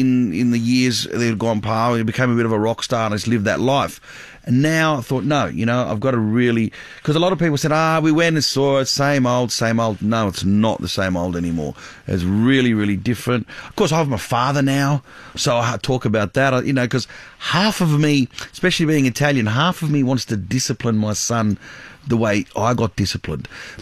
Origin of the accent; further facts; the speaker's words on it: Sydney, New South Wales, Australia; I grew up in Sydney, Australia.